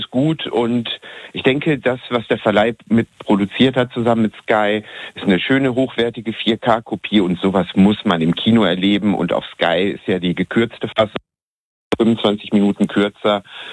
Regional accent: Gelsenkirchen, North Rhine-Westphalia, Germany; Ja, es kommt aus meiner alten Heimatstadt, aus Gelsenkirchen.

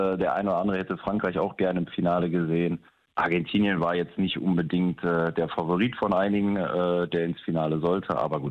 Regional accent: Germany; Aber wünschen wird man sich natürlich als Deutscher, klar.

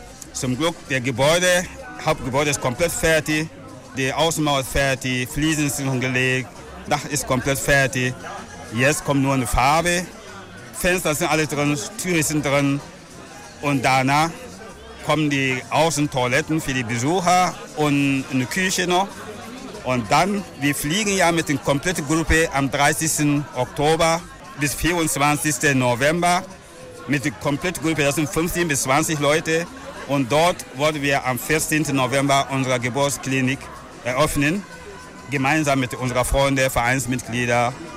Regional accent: Centre-Sud, Burkina Faso; now in Cologne, Germany; Ich komme ja aus Burkina Faso. Es ist ein Centre S von Burkina Faso. Der Ort, Name ist Ouaregou.

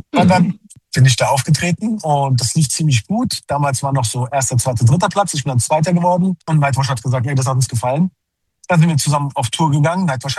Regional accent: Turkey; Nein, ich bin Türke.

